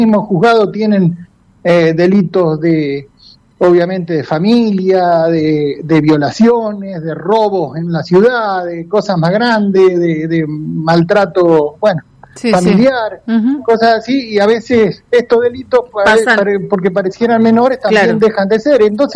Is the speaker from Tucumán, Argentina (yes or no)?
no; Esperanza, Santa Fe, Argentina; yo soy de Esperanza.